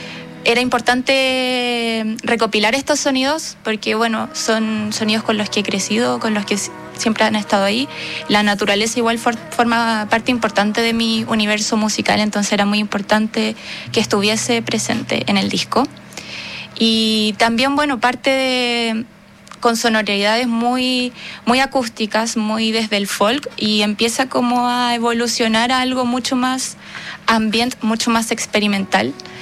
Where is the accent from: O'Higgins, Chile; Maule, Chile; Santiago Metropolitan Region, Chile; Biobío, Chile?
Maule, Chile; Talca; que fui recopilando yo misma en mi región, soy del Maule.